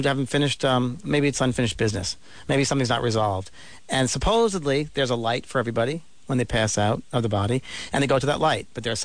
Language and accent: English; New York, United States; And I thought, I'm from New York, and I was thinking, what is going on here?